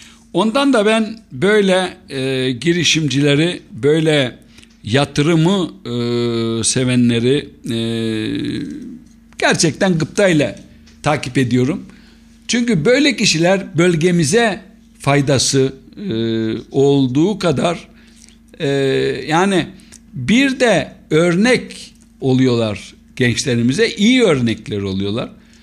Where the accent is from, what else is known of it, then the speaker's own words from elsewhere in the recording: Eastern Macedonia and Thrace, Greece; Kozikepir Belediyesi gerçekten büyük bir belediye, 58 köy. Bir de en önemlisi de ben de o belediyedenim. Bizim orada daha uzaklardan görünen Üç Kazlar Köyü benim köyüm.